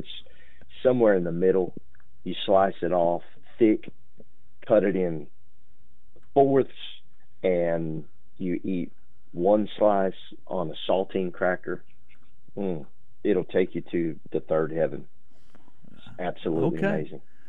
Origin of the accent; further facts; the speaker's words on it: Florida, United States; See, I grew up in Florida